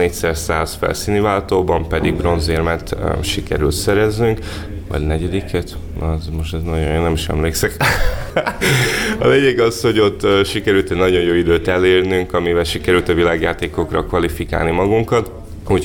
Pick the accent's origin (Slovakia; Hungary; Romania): Slovakia; Felvidék; Ugye én felvidéki származású vagyok